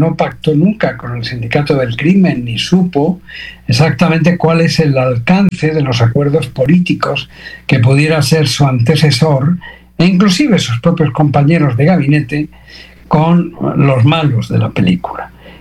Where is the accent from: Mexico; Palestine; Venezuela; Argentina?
Venezuela; Y ahora, como venezolano, en los escombros y con esta situación, lo que se pregunta es, bueno, ¿y qué nos das a cambio?